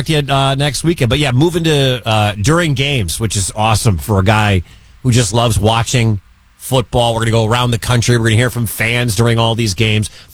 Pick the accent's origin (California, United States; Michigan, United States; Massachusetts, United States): Michigan, United States; Detroit; I'm from Detroit. I grew up a Michigan fan.